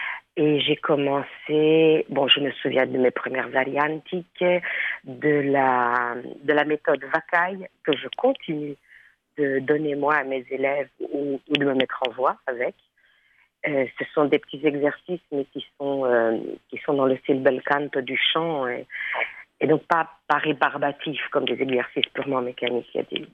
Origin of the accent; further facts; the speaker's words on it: Brussels, Brussels-Capital Region, Belgium; moved away as an adult; Bon, d'abord, moi, je suis bruxelloise. Je suis née et j'ai grandi et j'ai vécu à Bruxelles jusqu'à mes quoi, 23-24.